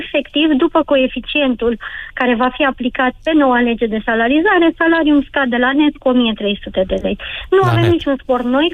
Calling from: Cugir, Alba County, Romania; Orașul e foarte mic. Am zis … din Alba Iulia, dar sunt din Cugir. E un oraș micus de tot.

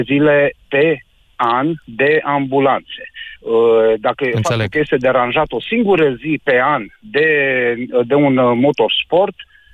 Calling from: Timiș County, Romania; eu sunt din Timiș

